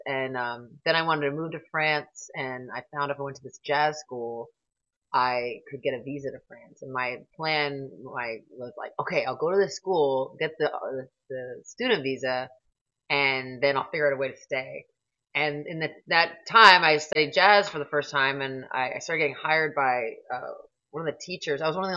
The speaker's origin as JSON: {"language": "English", "town": "New York City", "region": "New York", "country": "United States", "tie": "born or raised there", "also_born_or_lived": "New Jersey", "said": "So I was born in the city. I kind of grew up, you know, I say Jersey, and I wouldn't say I'm only from Jersey. So I kind of grew up in the New York theater world"}